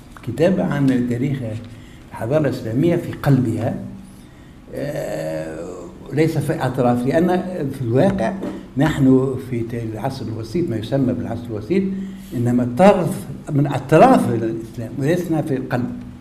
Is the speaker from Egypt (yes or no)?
no; Tunisia; moved away as an adult; وأنا تونسي